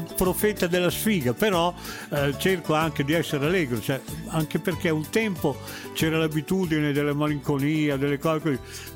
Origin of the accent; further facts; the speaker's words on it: Emilia-Romagna, Italy; Sì, perché proprio io lo spirito romagnolo non lo dimentico, perché sono un romagnolo, vero, a tutto tondo, e si sente anche dall'est, mi sembra.